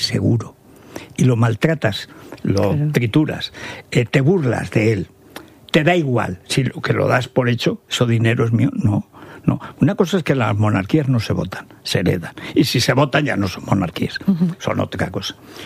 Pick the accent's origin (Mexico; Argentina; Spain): Spain; Teruel, Aragon; Y yo, que eso no soy nada noruego, porque en Teruel somos pocos noruegos